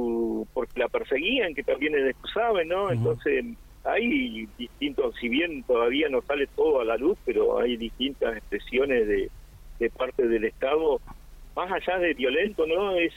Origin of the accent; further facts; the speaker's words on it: Puerto Santa Cruz, Santa Cruz, Argentina; Yo me acuerdo cuando llegué a Puerto Santa Cruz, que te contaba fuera del micrófono, que no nací en Puerto Santa Cruz, pero cuando llegué en el 80... Yo llegué en febrero, marzo